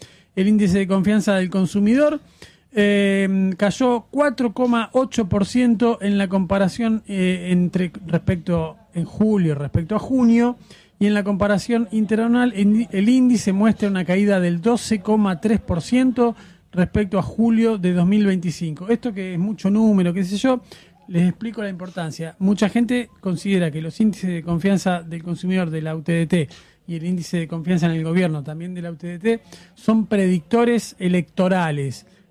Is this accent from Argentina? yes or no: yes; Argentina; Nos explican desde afuera cómo somos los argentinos.